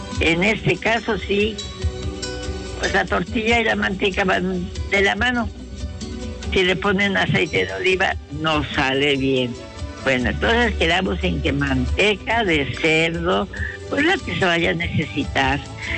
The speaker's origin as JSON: {"language": "Spanish", "region": "Puebla", "country": "Mexico", "tie": "born or raised there", "said": "soy poblana chicharronera por 3 generaciones y me siento muy orgullosa de ser poblana."}